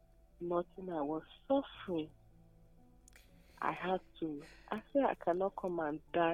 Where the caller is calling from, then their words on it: Obudu, Cross River, Nigeria; I'm calling from Obudu.